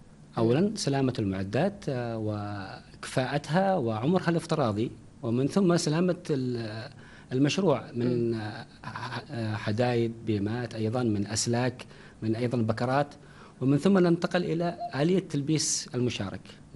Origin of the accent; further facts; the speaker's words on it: Dhofar, Oman; فكوني من أبناء المنطقة